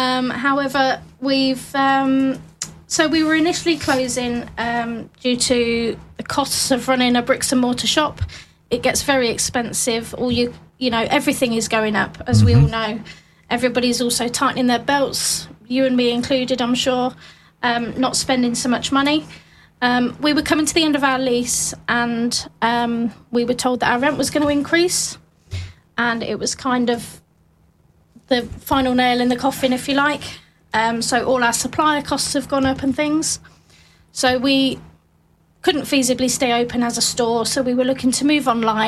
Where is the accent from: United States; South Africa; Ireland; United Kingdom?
United Kingdom; Peterborough, East of England; I lived in Peterborough previously, born and bred in Peterborough, moved over to... I was working in God Manchester, and that's where I met my husband